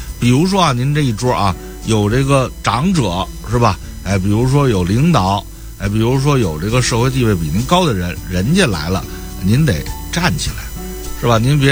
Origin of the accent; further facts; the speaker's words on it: Beijing, China; 再有呢，咱们勿留绰，就咱们北京人说的，你别出声，吧唧嘴